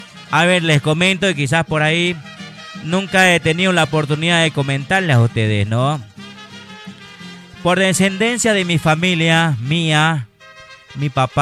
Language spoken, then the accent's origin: Spanish; Vallegrande, Santa Cruz, Bolivia; born there; también tengo raíces allá, ¿no? Así que bueno, pero yo soy nacido ya aquí en Valle Grande, ¿no? Y bueno, en la banda del río, ¿no?